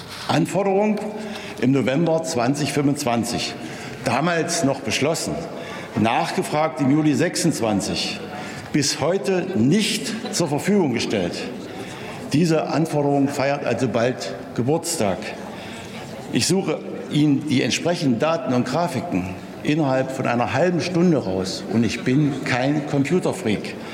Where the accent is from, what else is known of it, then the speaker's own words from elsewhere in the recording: Saxony-Anhalt, Germany; Ich komme aus Sachsen-Anhalt